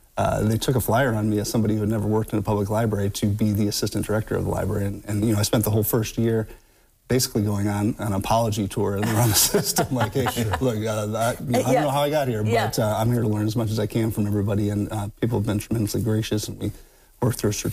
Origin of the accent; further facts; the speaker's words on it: Ohio, United States; I'm an Ohio native. I grew up in Northeast Ohio.